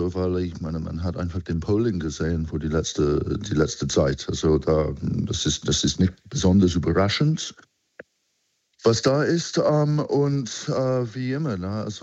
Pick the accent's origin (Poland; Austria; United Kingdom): United Kingdom; now in Germany; Ich bin Brite, genau.